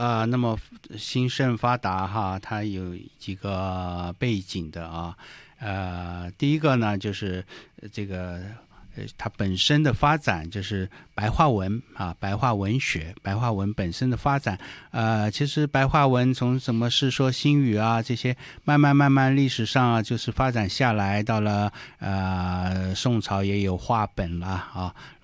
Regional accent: Fujian, China; 因为我的老家在福建呢

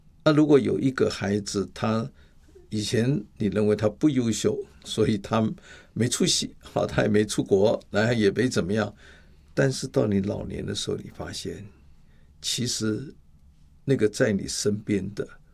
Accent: Taiwan

